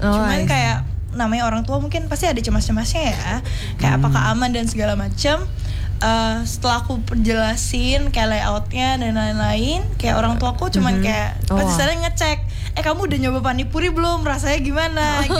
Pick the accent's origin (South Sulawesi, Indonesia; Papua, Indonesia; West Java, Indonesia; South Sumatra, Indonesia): South Sumatra, Indonesia; Palembang; Aku juga orang Palembang.